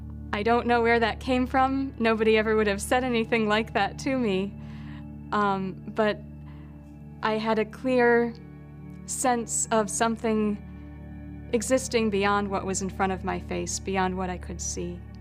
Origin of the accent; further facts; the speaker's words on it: Wisconsin, United States; moved away; I'm originally from Wisconsin. I'm a fairly recent convert to the Catholic faith